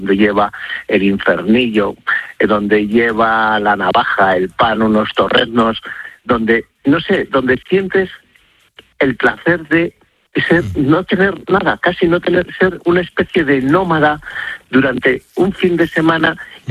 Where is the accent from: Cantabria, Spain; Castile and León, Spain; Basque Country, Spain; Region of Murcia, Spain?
Castile and León, Spain; Pero bueno, ¿cómo no lo voy a conocer? Si es mi tierra. Si es que yo me crié tirando cantos a lo